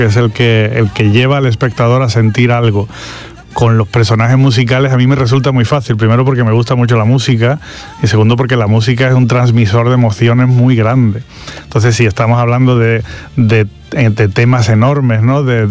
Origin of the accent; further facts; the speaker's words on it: Algeciras, Andalusia, Spain; born there; moved away as an adult; Yo nací en Algeciras. Algeciras es un lugar casi al final de Europa. Bueno, al final de Europa, exactamente. Es el último ya, Tarifa y Algeciras. Yo me tuve que ir con 18 años a estudiar fuera.